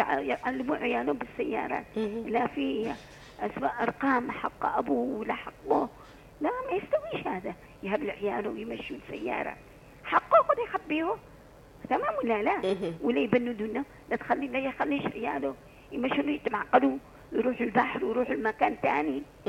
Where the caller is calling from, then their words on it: Aden, Yemen; عندنا بعدن كريتر